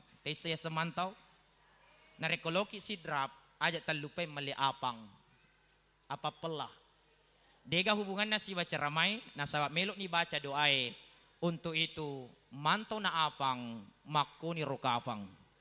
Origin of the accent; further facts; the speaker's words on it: Parepare, South Sulawesi, Indonesia; Saya dari Pare-Pare, tahu ki namanya Pasar Lakesi.